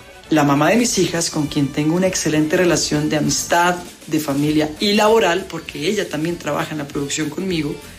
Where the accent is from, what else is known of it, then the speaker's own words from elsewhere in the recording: Colombia; soy actor colombiano